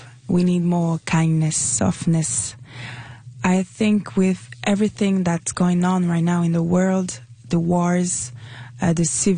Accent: Sherbrooke, Quebec, Canada; born there; So I was born in Sherbrooke.

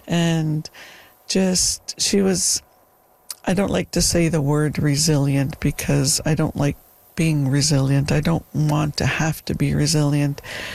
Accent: Dog Creek, British Columbia, Canada; born there; so Dog Creek, otherwise known as, so the Dog Creek Reserve. And I was born in Granny's house in July of 1967.

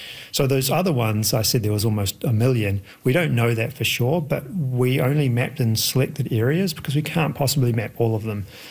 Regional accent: Wellington, New Zealand; I grew up in Wellington. A lot of my extended family's from Wellington

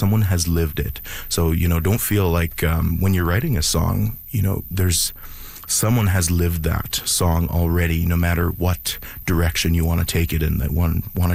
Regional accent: Sucker Creek, Alberta, Canada; I'm from Sucker Creek, but Big Stone is, I have lots

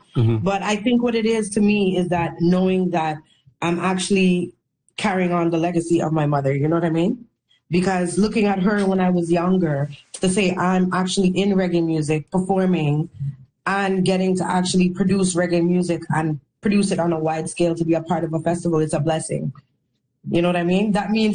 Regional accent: Montreal, Quebec, Canada; I'm actually from Montreal.

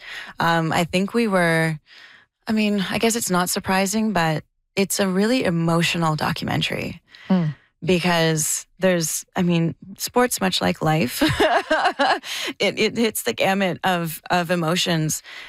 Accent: Ottawa, Ontario, Canada; I grew up playing soccer in Ottawa

